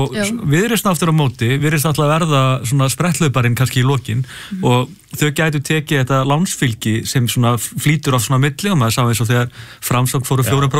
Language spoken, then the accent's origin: Icelandic; Hafnarfjörður, Capital Region, Iceland; sem var bæjarstjóri fyrir 40 árum síðan þegar ég var ungur aðalast upp í Hafnarfirði